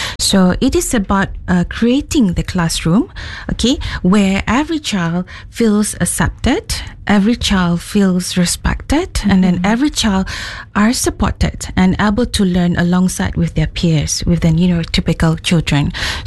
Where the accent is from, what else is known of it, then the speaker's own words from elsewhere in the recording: Sarawak, Malaysia; I said, oh, I'm from Sarawak.